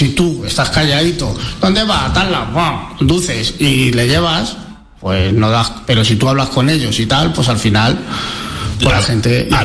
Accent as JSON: {"language": "Spanish", "town": "Madrid", "region": "Community of Madrid", "country": "Spain", "said": "yo soy madrileño, he conducido desde los 18 años por Madrid."}